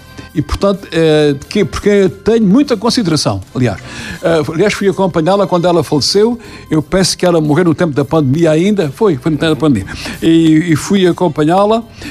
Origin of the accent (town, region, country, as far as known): Portugal